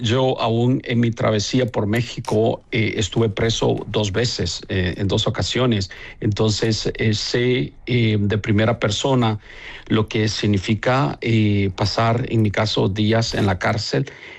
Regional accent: El Salvador; also born or lived in Los Angeles; now in West Virginia, United States; crecí en El Salvador durante la guerra civil

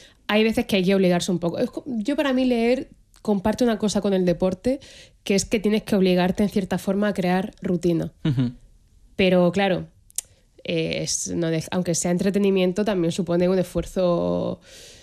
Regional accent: Cartagena, Region of Murcia, Spain; Y bueno, claro, yo es que soy de Cartagena, yo tengo playa.

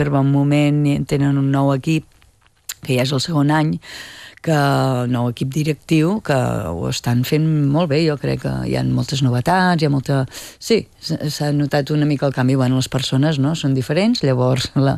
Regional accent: Vic, Catalonia, Spain; sóc vigatana

